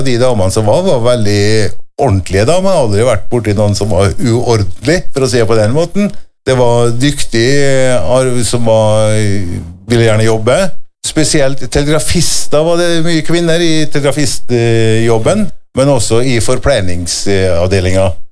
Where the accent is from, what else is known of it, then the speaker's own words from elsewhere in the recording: Kristiansund, Møre og Romsdal, Norway; jeg er fra Kristiansund